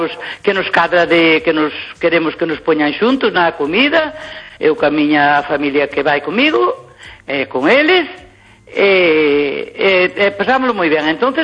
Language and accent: Galician; Cacheiras, Galicia, Spain; now in Santiago de Compostela, Spain; Eu coño un sello de Teo, pero son de Cacheiras.